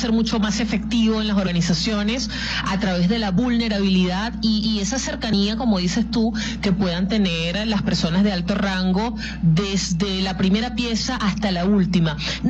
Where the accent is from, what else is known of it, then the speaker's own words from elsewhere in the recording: Venezuela; como venezolanos, bueno, estamos tratando de reconstruir